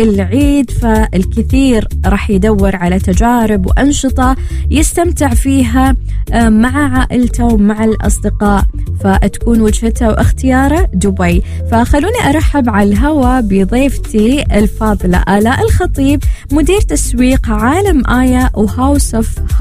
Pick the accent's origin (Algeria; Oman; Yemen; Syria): Oman; ودائما احنا في عمان نحب كعمانيين وعوائل ايضا وكمقيمين في سلطنة عمان